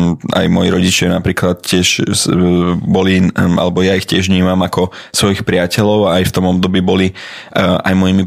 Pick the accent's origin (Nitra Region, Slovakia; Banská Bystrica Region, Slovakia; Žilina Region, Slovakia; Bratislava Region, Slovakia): Bratislava Region, Slovakia; Bratislava; Som Bratislavčan, žijúci v Petržalke, som po novom už pracujúci, čiže nedávno som skončil vysokú školu a som ženatý.